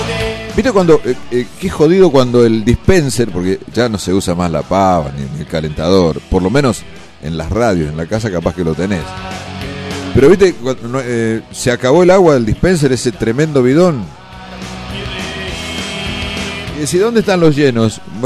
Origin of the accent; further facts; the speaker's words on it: San Rafael, Mendoza, Argentina; now in Buenos Aires, Argentina; San Rafael Mendoza. Es mi pueblo natal